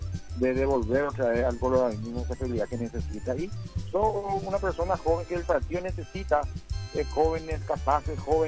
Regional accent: Ciudad del Este, Alto Paraná, Paraguay; como paraguayo, como esteño

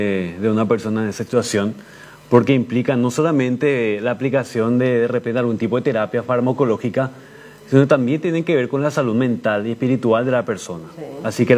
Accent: Paraguay

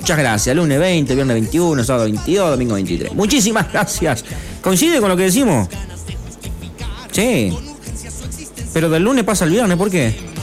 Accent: Strobel, Entre Ríos, Argentina; Te comento, yo soy de Strobel. En Strobel, años que no se asfalta ninguna calle

